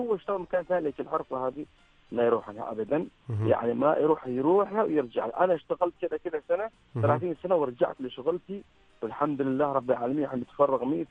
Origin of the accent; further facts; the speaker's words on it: Oman; متوفرة في عندنا في سلطنة عمان الحمد لله